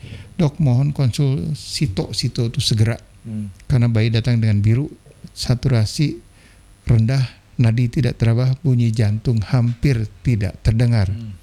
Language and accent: Indonesian; Surabaya, East Java, Indonesia; asli saya orang Jawa asli dari Surabaya, Bapak Surabaya, Ibu Jogja. Jadi tidak ada Sunda-Sundanya tetapi beristri orang Sunda sehingga bolehlah diadu bahasa Sunda, tapi ternyata tidak 100% saya menguasai bahasa Sunda.